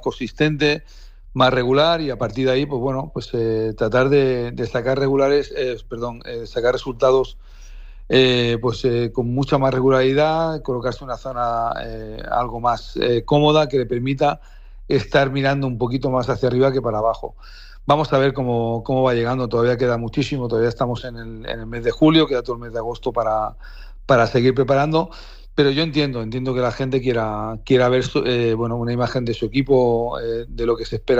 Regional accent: Valencia, Valencian Community, Spain; los que somos de Valencia, los que sufrimos con él, pues apoyar al equipo

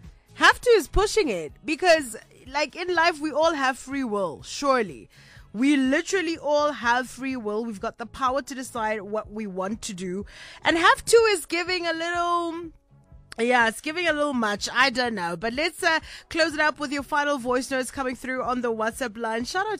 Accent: South Africa; even we as the South African market were like, hey, man, what's this new genre?

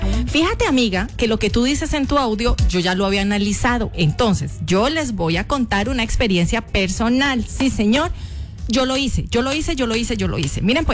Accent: Colombia; ta, ta, ta, me gusta esto, vengo de Colombia, trrr, soy periodista, soy comunicadora

